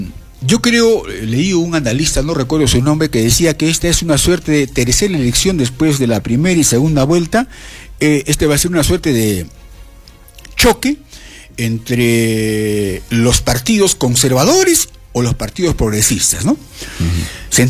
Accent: Arequipa, Peru; nosotros como arequipeños de hoy

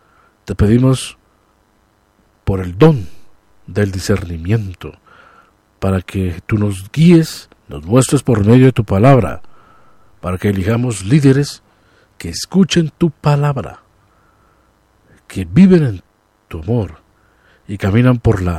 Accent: Colombia; reconozcamos como colombianos

